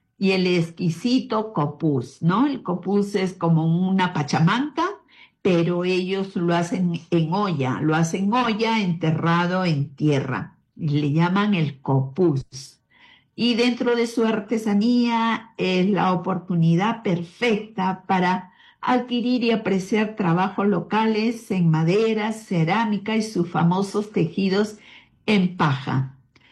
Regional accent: Catacaos, Piura, Peru; Yo soy de Catacaos.

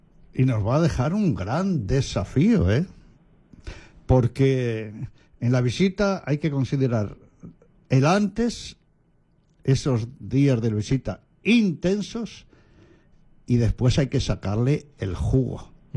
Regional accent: Castile and León, Spain; now in Peru

